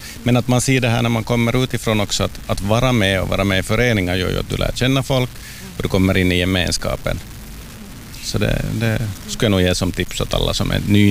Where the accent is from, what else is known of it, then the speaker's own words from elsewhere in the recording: Helsinki, Uusimaa, Finland; moved away as an adult; now in Ostrobothnia, Finland; Jag kommer från Helsingfors.